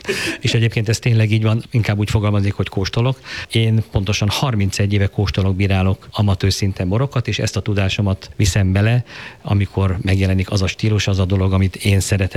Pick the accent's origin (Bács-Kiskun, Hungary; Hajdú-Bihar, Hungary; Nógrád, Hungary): Nógrád, Hungary; moved away as an adult; also born or lived in Pécs; now in Mosonmagyaróvár, Hungary; Nem vagyok odavalós, én Nógrád megyei vagyok. Onnan kerültem Pécsre az egyetemre, majd fölkerültem Mosonmagyaróvára